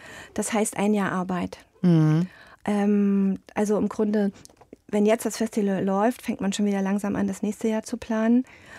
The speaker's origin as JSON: {"language": "German", "town": "Eisenach", "region": "Thuringia", "country": "Germany", "said": "Also Thüringen ist meine Heimat und auch meine Stadt Eisenach, das ist meine Stadt, denke ich so."}